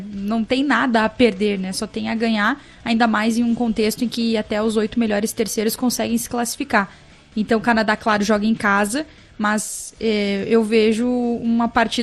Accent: Brazil; Eu falo a gente, que eu sou brasileira, né?

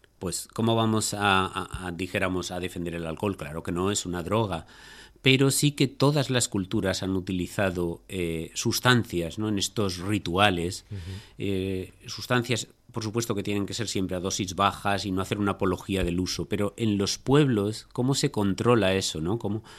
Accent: Huesca, Aragon, Spain; born there; yo nací en Huesca, o sea que no tengo nada más que decir, ¿no?

